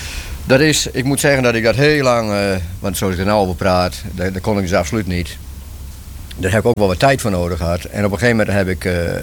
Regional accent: Lippenhuizen, Friesland, Netherlands; born there; Ja, dat is de streek waar ik ben geboren. Lippenhuizen, zeggen ze in het Fries, Lippenhuizen, ja. In fatsoenlijk Nederlands. Nou, daar ben ik geboren in 1943.

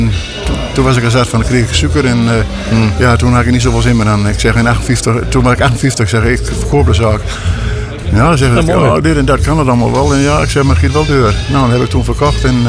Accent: Grolloo, Drenthe, Netherlands; ik ben in 1945 geboren in Grollo. Mijn vader die had een mijn vader en moeder die had een smederij.

